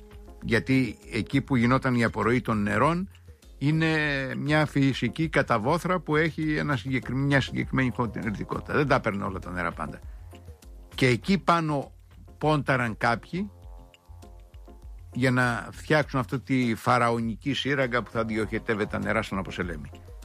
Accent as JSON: {"language": "Greek", "region": "Crete", "country": "Greece", "tie": "born or raised there", "moved": "yes", "said": "από το χωριό μου δίπλα περνάει το ποτάμι που καταλήγει στον κάμπο και πλημμυρίζει στο οροπέδιο."}